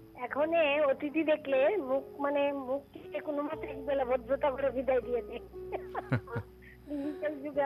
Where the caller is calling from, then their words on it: Tripura, India; জয়নগর দশমঘাট থেকে।